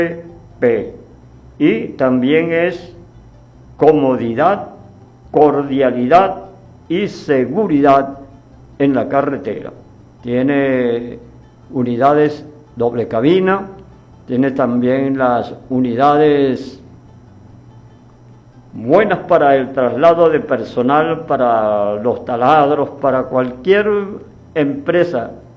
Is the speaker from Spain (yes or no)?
no; Nueva Esparta, Venezuela; Yo soy amante de ese programa. Yo soy margariteño.